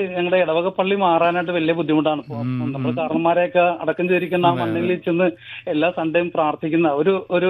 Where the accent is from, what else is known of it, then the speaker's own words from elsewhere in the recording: Kochi, Kerala, India; ഞാൻ ജനിച്ചുള്ള നാടാണ്